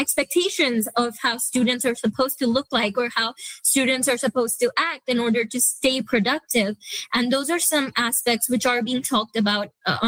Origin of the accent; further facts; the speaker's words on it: Saskatoon, Saskatchewan, Canada; because I'm from Saskatoon, so I come from a large public school from a city.